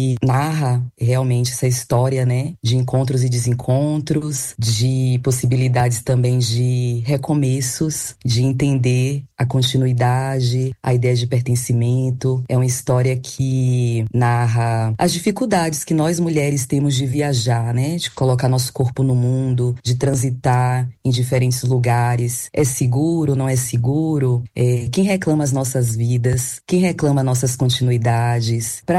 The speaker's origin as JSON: {"language": "Portuguese", "region": "Bahia", "country": "Brazil", "tie": "born or raised there", "said": "Primeiro, uma alegria estar aqui conversando, né, com meus conterrâneos e participando de uma edição especial da Flipelô. E voltar para casa sempre é bom"}